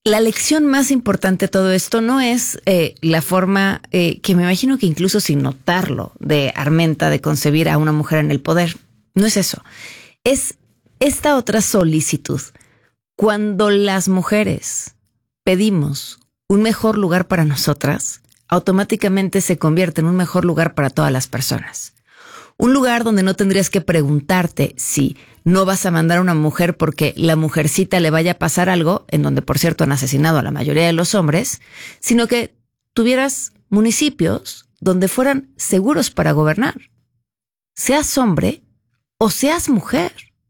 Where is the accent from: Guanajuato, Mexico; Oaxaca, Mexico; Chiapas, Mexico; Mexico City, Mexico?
Mexico City, Mexico